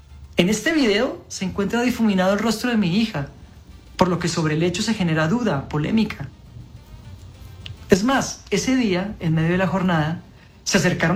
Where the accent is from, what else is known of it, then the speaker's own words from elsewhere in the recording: Colombia; soy actor colombiano.